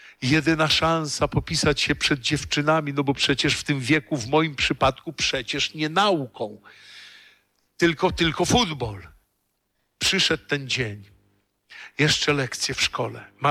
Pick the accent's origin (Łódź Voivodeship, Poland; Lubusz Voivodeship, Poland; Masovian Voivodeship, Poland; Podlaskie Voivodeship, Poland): Masovian Voivodeship, Poland; Warsaw; Wychowywałem się na warszawskiej Pradze, wiecie, tam Wisła, most Śląsko-Dąbrowski niedaleko, Baza Różyckiego.